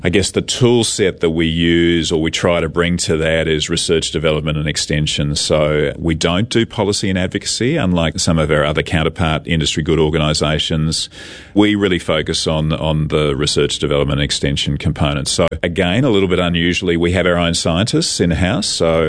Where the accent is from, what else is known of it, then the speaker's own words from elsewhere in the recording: Australia; moved away as an adult; now in New Zealand; I'm actually Australian. I've been here for, it'll be 25 years in December.